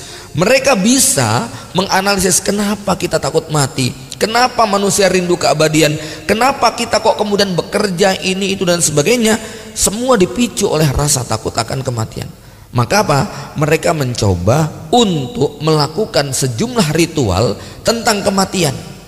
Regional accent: Jakarta, Indonesia; Bahkan di kampung saya di Serdang Jakarta itu ada kegiatan namanya KKW, kerukunan dan kematian warga.

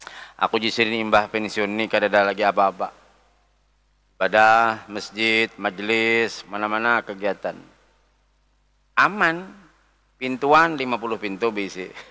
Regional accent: South Kalimantan, Indonesia; kami Banjar bahari kakan-kakan yang nyebat lapri.

